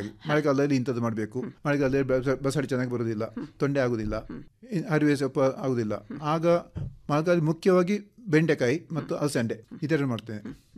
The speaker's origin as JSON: {"language": "Kannada", "town": "Puttur", "region": "Karnataka", "country": "India", "tie": "born or raised there", "also_born_or_lived": "Chikkamagaluru district", "moved": "as an adult", "said": "ನಾನು ದಕ್ಷಿಣ ಪುತ್ತೂರಿನವನು. ಹೌದು, ಅಲ್ಲಿ ಕೃಷಿಕರ ನಾವು."}